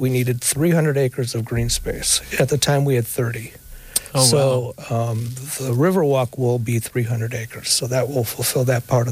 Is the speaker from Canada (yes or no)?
no; Toledo, Ohio, United States; also born or lived in Oregon, Ohio; I grew up partly in East Toledo and partly in Oregon.